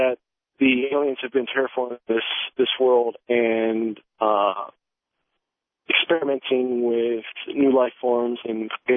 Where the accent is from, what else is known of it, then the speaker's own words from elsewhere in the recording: Michigan, United States; I'm from Michigan.